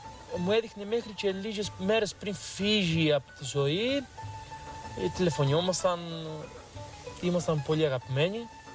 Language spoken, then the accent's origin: Greek; Kritsa, Crete, Greece; now in Agios Nikolaos, Greece; Είναι τιμή μου που είμαι από την Κρητσά. Μεγάλωσα. Έζησα πολλά χρόνια στην Κρητσά. Τώρα είμαι στον Άγιο Νικόλαο, αλλά έζησα πολλά χρόνια και θεωρώ τα καλύτερα μου χρόνια έζησα εδώ. Και να ξαναγεννιόμουν, πάλι εδώ θα ήθελα να ξαναζήσω.